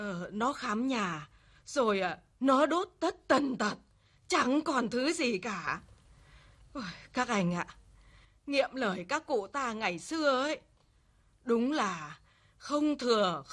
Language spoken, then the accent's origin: Vietnamese; Northern Vietnam, Vietnam; now in Southern Vietnam; Chúng tôi là dân Bắc, sống ở trong Nam, nhưng bao giờ cũng hướng về quê hương, về cội nguồn.